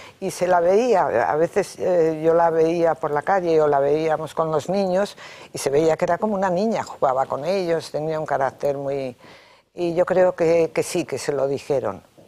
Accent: Philippines; now in Spain; Yo, como española, porque bueno, en aquella época era filipina y ahora sigo siendo filipina de corazón, pero vamos, yo soy española

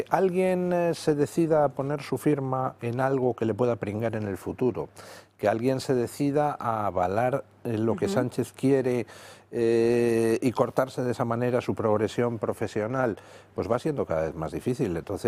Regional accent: Spain; Usted sabe cómo de familiares somos los españoles

